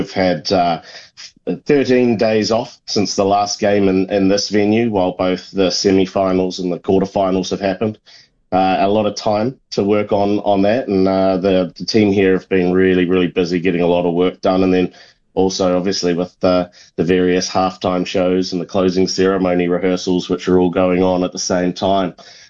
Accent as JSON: {"language": "English", "region": "Auckland", "country": "New Zealand", "tie": "born or raised there", "said": "I grew up in Auckland, so a city boy working on grass, but yeah, very much an Auckland boy."}